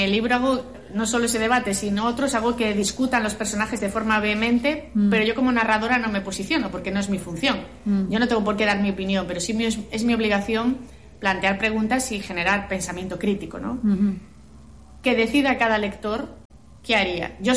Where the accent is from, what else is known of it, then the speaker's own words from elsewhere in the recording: Galicia, Spain; yo desconocía como gallega